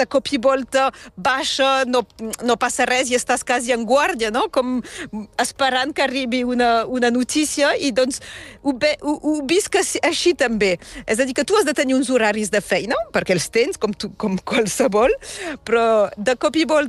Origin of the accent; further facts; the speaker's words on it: Perpignan, Occitania, France; first language French; Jo a Perpinyà